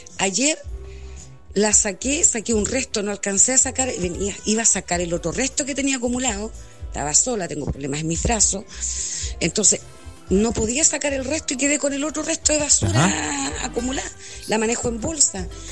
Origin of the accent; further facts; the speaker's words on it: Coronel, Biobío, Chile; Sí, mira, yo soy de acá de Coronel.